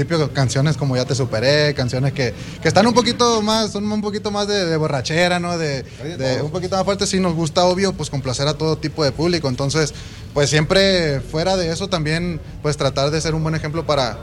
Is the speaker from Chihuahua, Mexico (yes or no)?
no; Sinaloa, Mexico; somos de Sinaloa nosotros